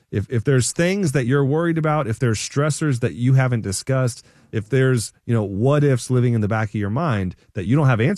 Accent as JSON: {"language": "English", "town": "Champaign", "region": "Illinois", "country": "United States", "tie": "born or raised there", "said": "I mean, I grew up in Champaign, Illinois, guys."}